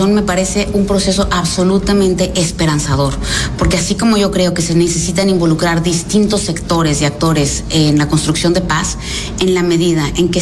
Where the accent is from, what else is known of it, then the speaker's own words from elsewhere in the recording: Mexico; Y para prueba, pues soy la única mexicana aquí